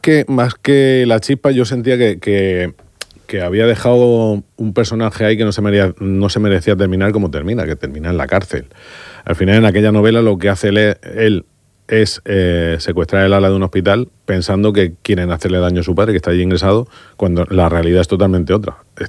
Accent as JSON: {"language": "Spanish", "town": "Mula", "region": "Region of Murcia", "country": "Spain", "tie": "born there", "said": "yo soy muleño de raíces y de convicción."}